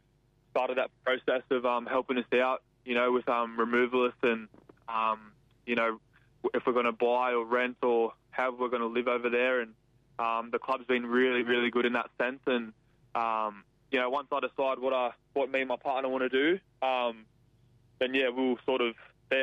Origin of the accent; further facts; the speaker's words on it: Penrith, New South Wales, Australia; I'm a kid from Penrith, an hour out from the closest beach.